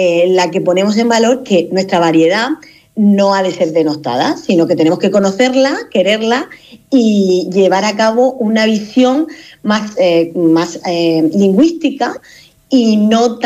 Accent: Region of Murcia, Spain; Y cómo tenemos que reivindicar que en Murcia, en las hablas murcianas, o el español el hablado en Murcia, no es ni mejor ni peor que otras variedades dialectales

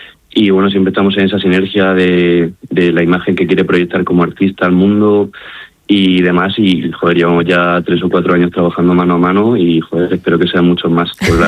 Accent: Murcia, Region of Murcia, Spain; yo también soy de Murcia, el equipo de gimnasia en general, la gran mayoría somos murcianos, entonces para mí también tiene una parte cargada de sentimiento de mi ciudad.

